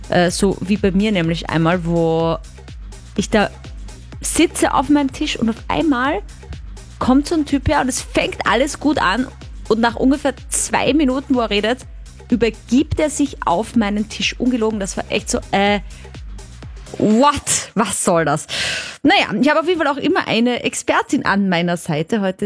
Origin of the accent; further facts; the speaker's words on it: Vienna, Austria; für mich als Wienerin